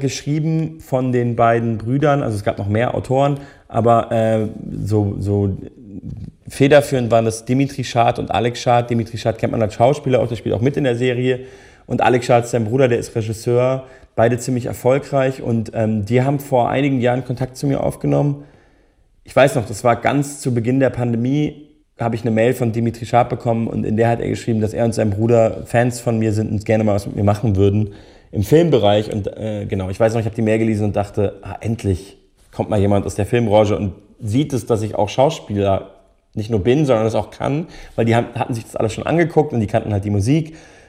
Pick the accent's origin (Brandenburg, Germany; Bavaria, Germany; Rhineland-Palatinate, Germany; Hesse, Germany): Bavaria, Germany; Munich; ich komme ja auch aus München, in meiner Heimatstadt war meine erste Band auch so ein bisschen erfolgreich